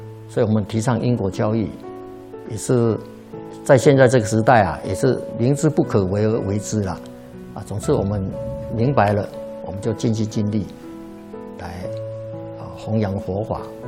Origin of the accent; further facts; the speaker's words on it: China; 所以现在我们中国人就是学西方的那种教学方式啊